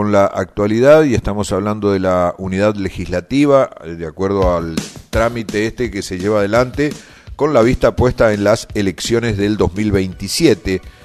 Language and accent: Spanish; Argentina